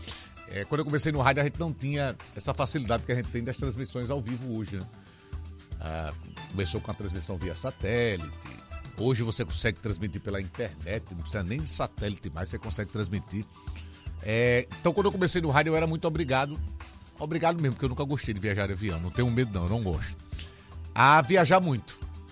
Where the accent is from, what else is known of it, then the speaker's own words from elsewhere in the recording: Alagoas, Brazil; o que me faz ser ainda mais apaixonado pela minha terra, além do estado ser o que é, um estado lindo, acolhedor e tal, é o povo, né? O povo de Alagoas é espetacular, né?